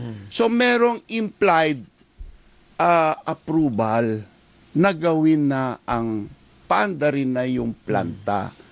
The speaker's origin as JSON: {"language": "Tagalog", "region": "Ilocos Region", "country": "Philippines", "said": "taga Pangasinan po ako, ang layo-layo sa Bataan."}